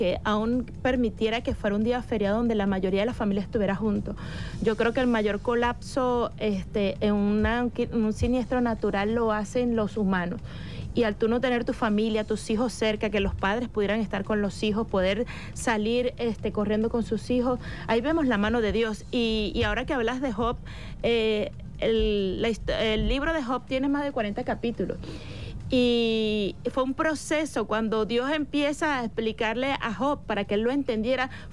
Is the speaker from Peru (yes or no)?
no; Venezuela; ¿Qué tan malo soy como venezolano para que nos pase esto o nos acontezca esto?